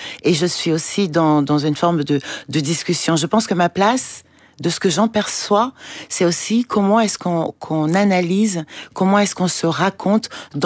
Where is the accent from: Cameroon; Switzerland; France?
Cameroon; Douala, Littoral; Alors, à l'endroit où j'ai grandi à Douala.